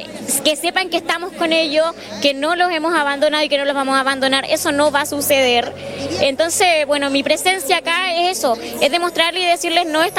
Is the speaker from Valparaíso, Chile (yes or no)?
no; Coquimbo, Chile; que yo soy de Pan de Azúcar